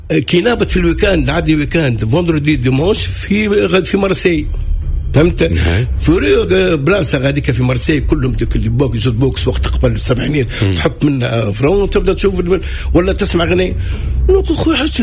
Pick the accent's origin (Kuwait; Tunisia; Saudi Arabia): Tunisia; born there; في حومتنا في حي الزهور، حومتي انا وحومة المرحوم وعشيري